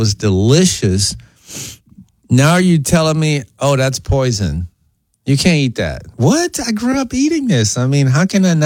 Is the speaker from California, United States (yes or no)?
no; Beaumont, Texas, United States; I grew up here in Beaumont, Texas.